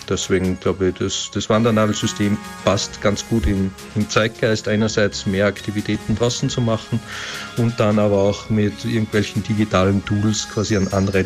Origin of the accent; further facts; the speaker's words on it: Schladming, Styria, Austria; also born or lived in Vienna; Ich komme aus Schladming in der Steiermark, Österreich